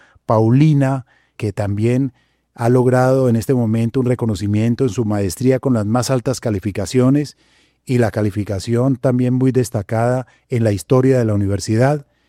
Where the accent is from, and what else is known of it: Colombia